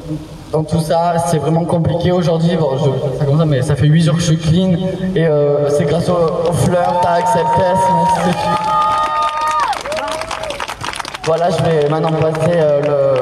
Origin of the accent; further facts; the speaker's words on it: Marseille, Provence-Alpes-Côte d'Azur, France; j'ai été placé en 2019 par l'aide sociale à l'enfance département des Bouches-du-Rhône. Je suis de Marseille